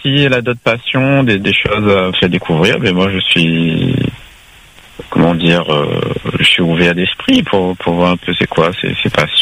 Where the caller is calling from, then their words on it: Saint-Denis, Réunion; je suis de Saint-Denis, donc ben Saint-Denis et les alentours